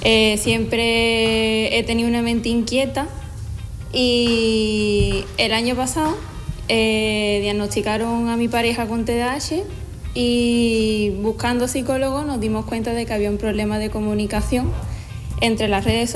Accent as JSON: {"language": "Spanish", "town": "Algeciras", "region": "Andalusia", "country": "Spain", "said": "yo soy de Algeciras, tengo 27 años"}